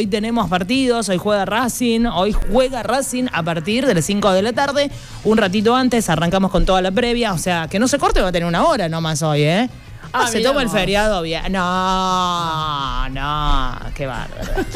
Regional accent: Río Cuarto, Córdoba, Argentina; Yo soy de River, pero soy de Atenas, del otro club de Río Cuarto, claro. De la contra. Pero al ser del lugar y estar en Río Cuarto es también.

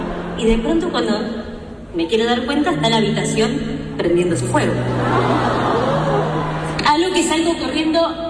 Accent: Argentina; yo soy una persona muy generosa como buena argentina

